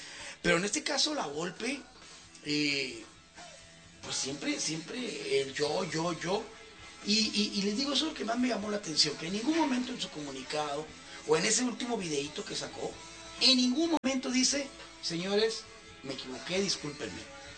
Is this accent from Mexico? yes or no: yes; Mexico; Nosotros como mexicanos podremos tener muchos defectos